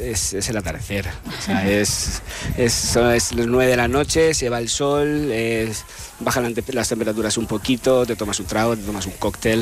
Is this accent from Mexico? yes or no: no; Casar de Cáceres, Extremadura, Spain; Yo soy extremeño, Extremadura por bandera, soy del Casar de Cáceres, guiño guiño, de la torta del Casar.